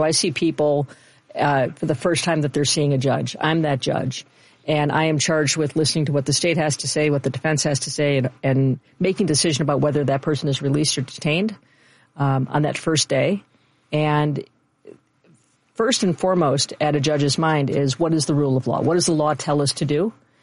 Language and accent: English; Skokie, Illinois, United States; also born or lived in Chicago, United States; I grew up not too far from here. I was born in Skokie.